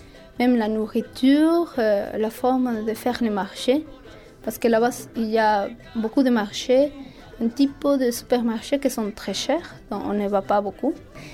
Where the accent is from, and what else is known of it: Bolivia; first language Spanish; French is a second language; moved away as an adult; now in France